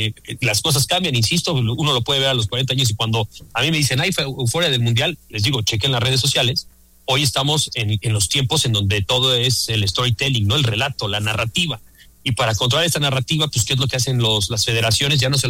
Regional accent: Mexico; Lo recibimos como somos los mexicanos, con mariachi

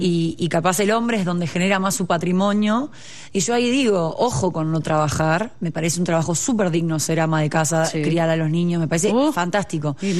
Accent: Uruguay; now in Mexico; Soy de Uruguay.

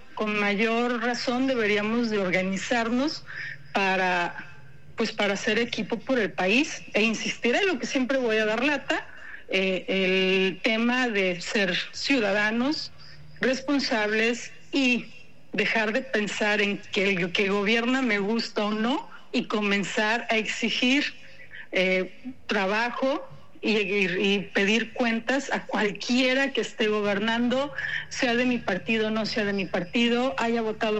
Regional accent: Mexico

